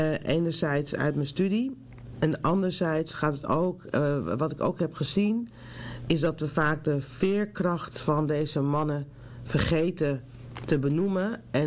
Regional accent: Amsterdam, North Holland, Netherlands; Ik ben geboren getogen in Amsterdam. In West middelbare school gezeten. Ook hier mijn studie gedaan. En Amsterdam heeft wel mijn hart.

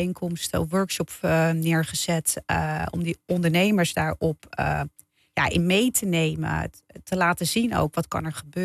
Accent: Haarlem, North Holland, Netherlands; also born or lived in Amsterdam; Waar kom ik vandaan? Ik ben geboren en getogen in Haarlem.

